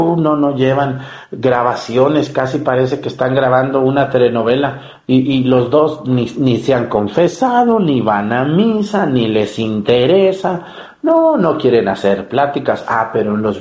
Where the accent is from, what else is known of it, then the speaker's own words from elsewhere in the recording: Mexticacán, Jalisco, Mexico; Cuando en mi pueblo, en Mexicacán, inauguramos la Virgen del Carmen, el Sagrado Corazón de Jesús, los Tres Corazones y otras cosas, siempre he hecho mi invitación abierta.